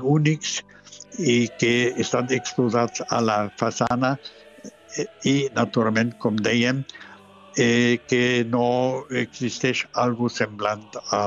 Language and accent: Catalan; Germany; Catalan is a second language; Doncs nosaltres som aquí originals d'Alemanya amb la seva tradició, formats completament.